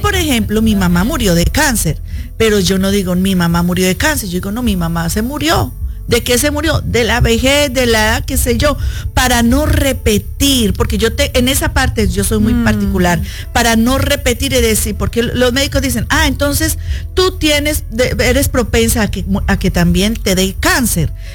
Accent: Colombia; moved away; yo que soy de Colombia

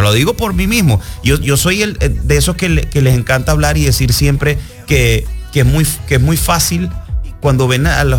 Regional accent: Maracaibo, Zulia, Venezuela; moved away as an adult; also born or lived in Barquisimeto, Venezuela; now in Miami, United States; Nací en Barquisimeto, pero luego me llevan desde chiquitito a Maracaibo

